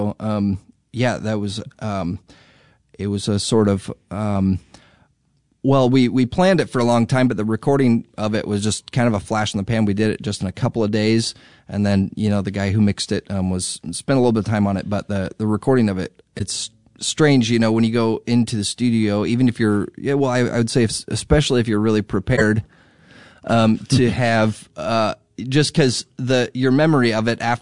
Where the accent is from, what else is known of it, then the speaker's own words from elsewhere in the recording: Indiana, United States; A friend of mine from my hometown in Indiana